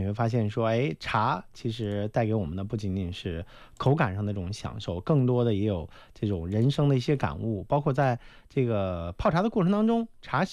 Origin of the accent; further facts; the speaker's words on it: Quanzhou, Fujian, China; 其实我们泉州人其实还是喝这种清香的